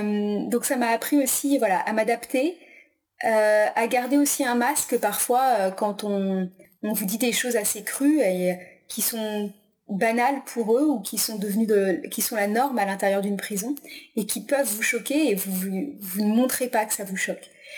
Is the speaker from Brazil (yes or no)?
no; Brittany, France; moved away as an adult; now in Tours, France; Alors donc je suis de Bretagne, originaire de Bretagne, ma famille vit en Bretagne